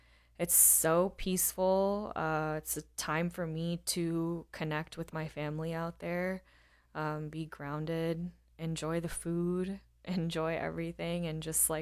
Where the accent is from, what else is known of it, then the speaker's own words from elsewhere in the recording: Round Rock, Texas, United States; I grew up in Round Rock and mm-hmm. went to school out there. There weren't many people that looked like me.